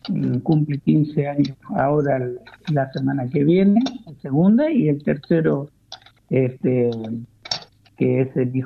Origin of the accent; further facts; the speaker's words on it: Arias, Córdoba, Argentina; nosotros en esta zona, en mi pueblo